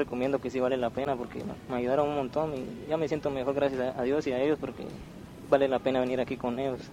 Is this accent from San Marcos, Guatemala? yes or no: no; Guatemala City, Guatemala Department, Guatemala; Vengo aquí de la capital, de la zona 7, del Amparo 1.